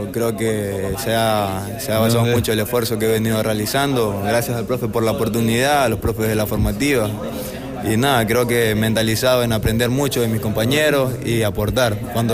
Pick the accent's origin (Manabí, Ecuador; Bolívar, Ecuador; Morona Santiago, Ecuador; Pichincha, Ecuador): Manabí, Ecuador; Portoviejo; Soy de aquí de Puerto Viejo, del Florón.